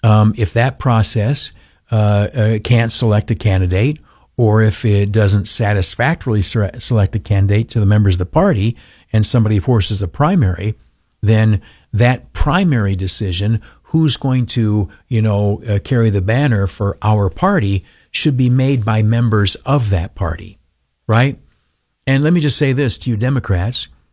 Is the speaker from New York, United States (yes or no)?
yes; New York, United States; But maybe it's just because I was raised in New York and this is the system that I was raised in.